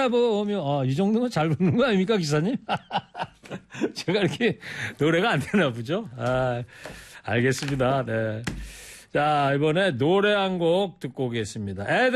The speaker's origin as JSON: {"language": "Korean", "region": "Gyeonggi Province", "country": "South Korea", "tie": "born or raised there", "said": "저의, 제 고향 집이 그 금광저수지 옆에요."}